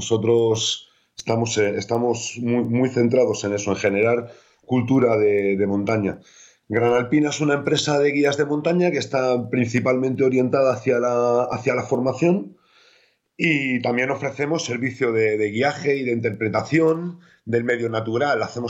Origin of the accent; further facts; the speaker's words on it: Granada, Andalusia, Spain; accent: Granada (granadino); Soy un andaluz con sangre vasca, un granadino de pura cepa, que a veces también me sale el eje granadino, aunque ahora parezca que no. Pero soy un andaluz con sangre vasca y mis apellidos creo que me delatan un poquito.